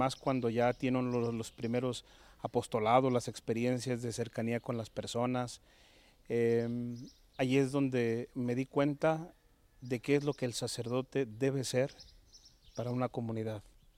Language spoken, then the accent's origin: Spanish; León, Guanajuato, Mexico; born there; moved away; also born or lived in Silao, Guanajuato / Lagos de Moreno, Jalisco; Pero por azares del destino, yo nací allá. Crecí en León, Guanajuato. Y ya más adelante nos trasladamos a vivir toda la familia a Lagos de Moreno, una pequeña comunidad que se llama el 18 de marzo.